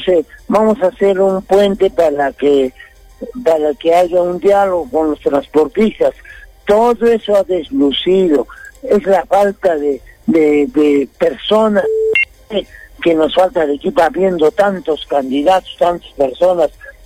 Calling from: Arequipa, Peru; como arequipeño

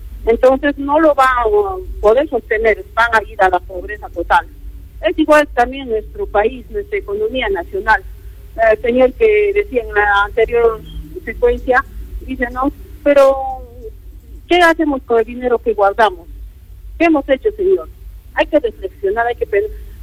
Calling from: Peru

